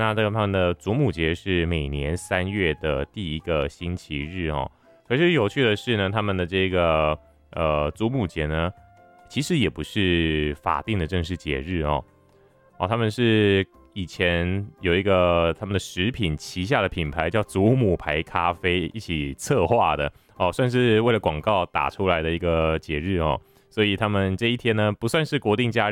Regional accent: Taiwan; 为了要唤起我们台湾人呢更加重视家庭世代的这个关系落实哦

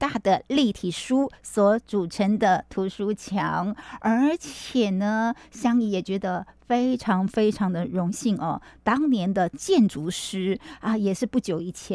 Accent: Zaoqiao, Miaoli County, Taiwan; 连我的故乡哦，苗栗啊，造桥火车站哈，

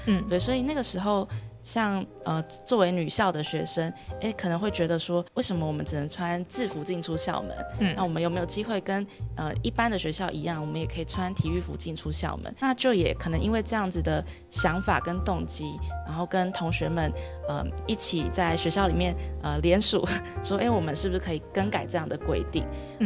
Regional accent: Taiwan; 因为可能从小在台湾长大，

